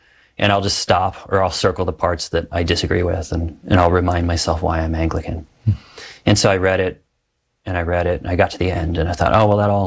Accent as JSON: {"language": "English", "town": "St. Louis", "region": "Missouri", "country": "United States", "said": "And I said, well, I'm from St. Louis."}